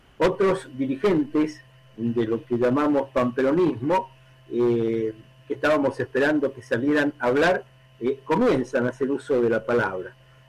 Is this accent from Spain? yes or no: no; Argentina